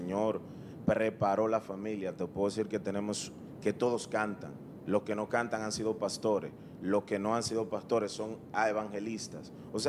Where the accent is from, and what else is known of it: Dominican Republic